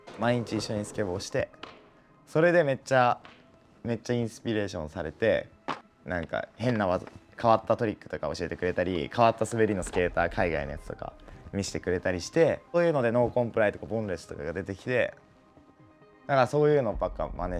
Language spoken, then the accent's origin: Japanese; Matsuyama, Ehime, Japan; あ、地元は愛媛県の松山市っていうところで、